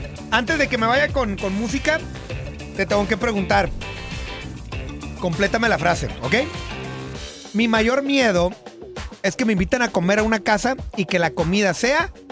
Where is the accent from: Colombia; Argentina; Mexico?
Mexico; fracasé como mexicano